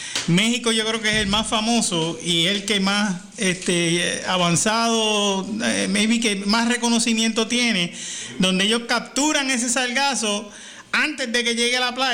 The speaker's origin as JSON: {"language": "Spanish", "country": "Puerto Rico", "said": "uno como puertorriqueño"}